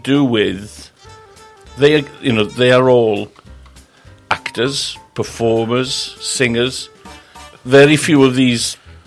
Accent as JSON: {"language": "English", "area": "Anglesey", "region": "Wales", "country": "United Kingdom", "said": "Because I come from North Wales, I come from Ynysmon, from Anglesey."}